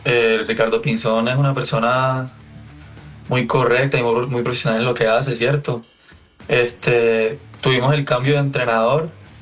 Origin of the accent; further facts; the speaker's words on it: Barranquilla, Atlántico, Colombia; born there; Barranquilla. Barranquilla.